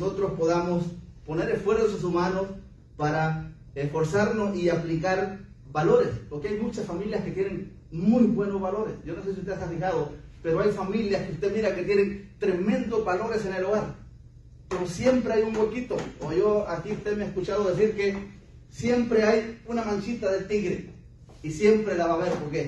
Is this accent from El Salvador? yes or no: yes; El Salvador; moved away as an adult; now in United States; Estela, cuando yo me vine de El Salvador, quedó embarazada de nuestro hijo Anton, que está en El Salvador.